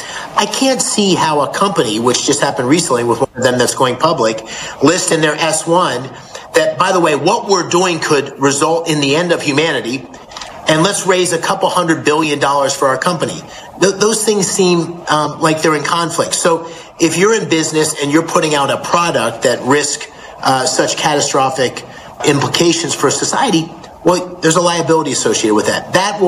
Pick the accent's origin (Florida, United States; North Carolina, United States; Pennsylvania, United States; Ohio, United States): Pennsylvania, United States; Columbia County; Columbia County, where I grew up in Pennsylvania